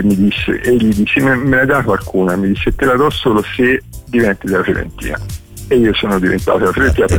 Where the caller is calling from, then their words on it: Grosseto, Tuscany, Italy; io sono di Grosseto.